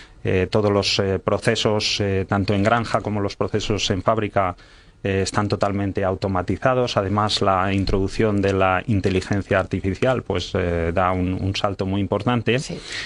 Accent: Valladolid, Castile and León, Spain; Bueno, yo soy vallisoletano, pero también soy zamorano porque mi ascendencia es desde allí.

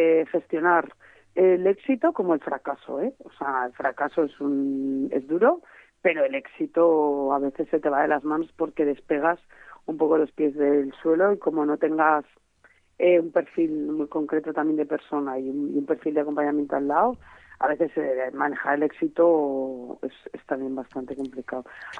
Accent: Segorbe, Valencian Community, Spain; moved away as an adult; also born or lived in London; que yo soy de Segorbe, de Castellón

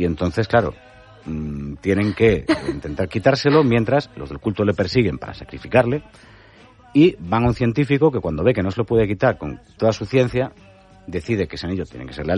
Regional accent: Spain; que somos españoles, podemos ser chauvinistas con los ingleses y con los franceses

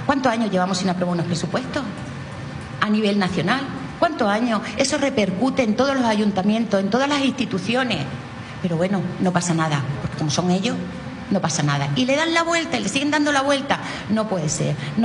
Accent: Melilla, Spain; born there; Yo nací en Melilla, entonces conozco muy bien lo que es Ceuta.

